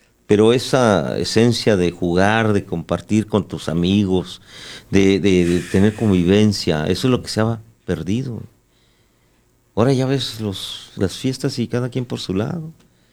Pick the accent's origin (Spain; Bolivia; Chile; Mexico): Mexico; Para rescatar, empezar con algo, decir, bueno, somos mexicanos, estamos alegando la soberanía.